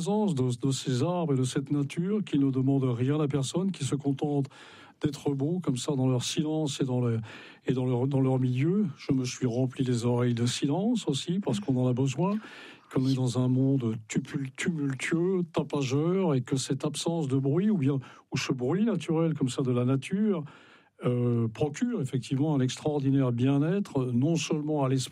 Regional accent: Brittany, France; Mais pas simplement parce que je suis breton

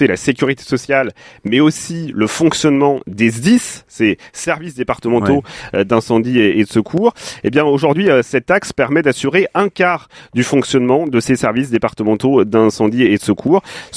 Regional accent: Auvergne-Rhône-Alpes, France; qui est aussi ancien maire de Gaillard, chez nous, en Haute-Savoie

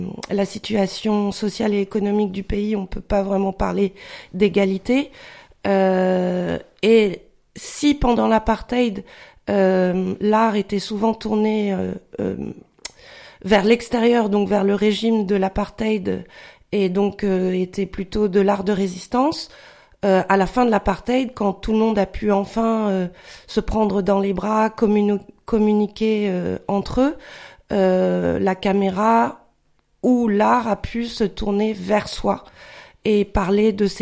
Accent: Caen, Normandy, France; born there; papa est ch'ti, ma maman est de Tokyo et je suis née à Caen, donc je suis une ch'tite normande

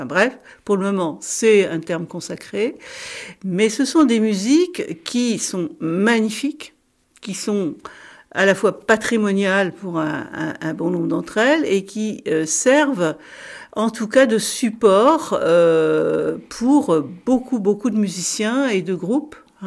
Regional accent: France; chez nous, en Europe, en France en particulier

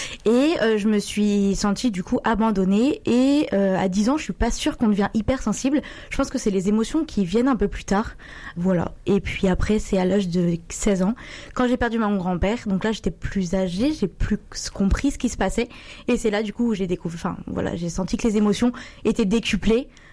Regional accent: Vienne, Nouvelle-Aquitaine, France; moved away as an adult; Du coup, moi, je suis de la Vienne.

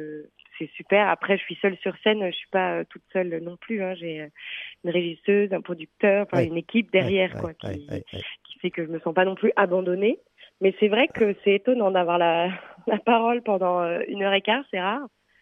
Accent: Paris, Île-de-France, France

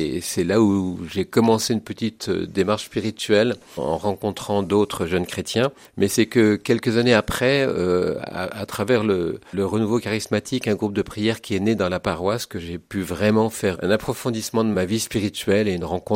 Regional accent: Grand Est, France; moi je suis lorrain d'origine et je suis d'origine protestante aussi. J'ai grandi dans la foi assez tardivement dans ma vie

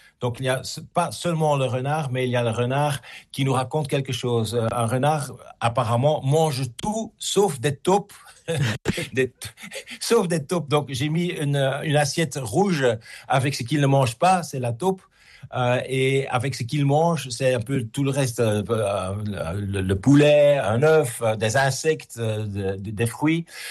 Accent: Belgium

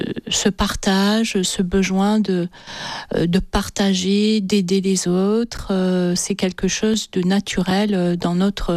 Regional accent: Nice, Provence-Alpes-Côte d'Azur, France; je suis née à Nice en 1972 et j'ai fait ma scolarité dans un quartier de Nice, la Bornala, puis ensuite au collège Jean Rostand à Nice, la Madeleine.

